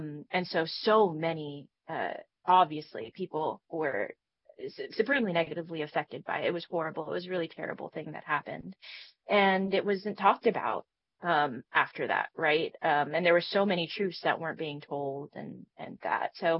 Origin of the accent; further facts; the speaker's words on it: El Paso, Texas, United States; now in Kentucky, United States; And I'm originally from Texas, like that's where I grew up. In El Paso, Texas.